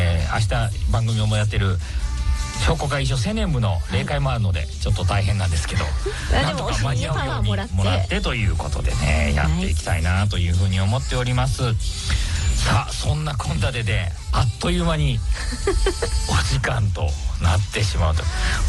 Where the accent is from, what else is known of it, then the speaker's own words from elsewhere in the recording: Nishio, Aichi, Japan; 私愛知県西尾市の西尾高校出身なんですけど